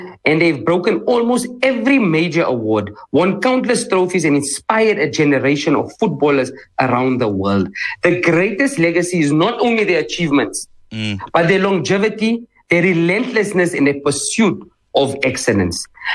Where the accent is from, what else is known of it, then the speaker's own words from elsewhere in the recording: Gauteng, South Africa; none other than our local boys here in the Vaal. As you guys know, I'm from the Vaal.